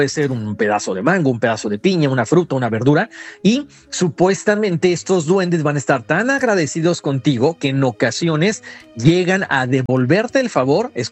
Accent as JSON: {"language": "Spanish", "region": "Oaxaca", "country": "Mexico", "said": "esto sucedió también en Oaxaca, porque bueno, como saben, yo soy de Oaxaca."}